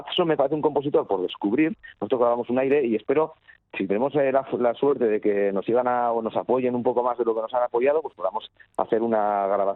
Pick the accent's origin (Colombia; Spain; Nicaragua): Spain; Basque Country; yo soy del País Vasco y entonces la música tradicional de aquí, del País Vasco y del Pirineo, para nosotros tiene una importancia muy grande